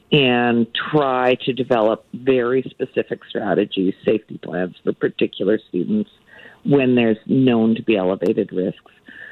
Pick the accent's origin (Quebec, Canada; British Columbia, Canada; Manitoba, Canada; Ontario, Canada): Ontario, Canada; I'm from Ontario.